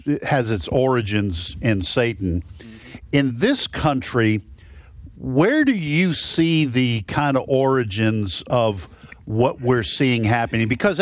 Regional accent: Boston, Massachusetts, United States; I will say this as a Bostonian.

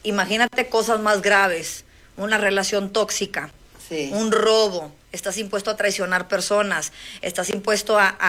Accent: Mexico; Yo soy chaparrita, mexicana, voluptuosita, y de pierna corta, ¿no?, como decimos.

